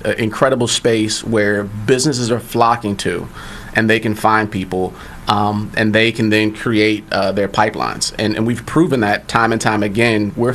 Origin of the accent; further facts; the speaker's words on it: Philadelphia, Pennsylvania, United States; That wasn't how I was raised in Philly.